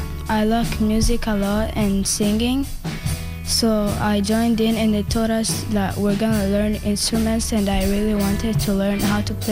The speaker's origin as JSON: {"language": "English", "region": "Kigali", "country": "Rwanda", "second_language": "English", "said": "I'm 12 years old, and I'm from Rwanda, Kigali."}